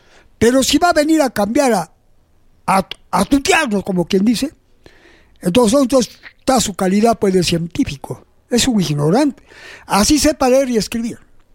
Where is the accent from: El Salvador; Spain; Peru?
Peru